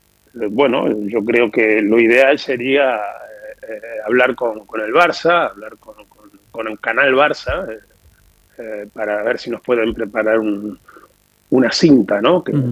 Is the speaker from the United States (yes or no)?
no; Rosario, Santa Fe, Argentina; now in Spain; él es también de Rosario y iba a mi pueblo donde había un club donde se jugaba el golf y todo eso.